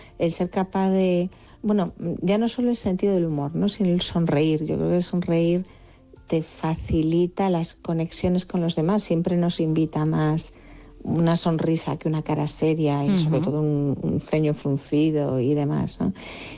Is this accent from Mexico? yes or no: no; Galicia, Spain